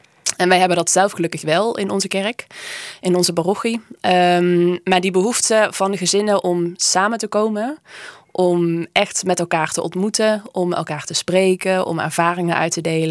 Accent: Limburg, Netherlands; now in Culemborg, Netherlands; Ik woon in Culemborg met mijn man Remco. En we hebben 2 kinderen van 8 en bijna 10. Oorspronkelijk kom ik uit Limburg.

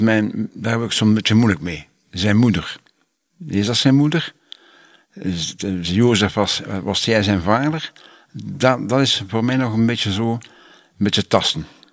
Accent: Ghent, Flanders, Belgium; we komen eigenlijk van Gent Centrum. En dat noemen we de Veermanstraat. Daar liep het water nog, de Schelde, de naam van de Schelde. En dat was praktisch in het centrum.

